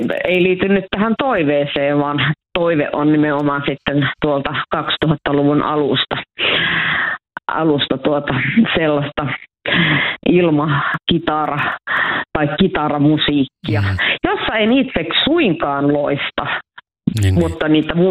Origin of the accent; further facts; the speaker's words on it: Oulu, North Ostrobothnia, Finland; nyt on Oulussa kotikaupungissani ilmakitaran 30-vuotiaat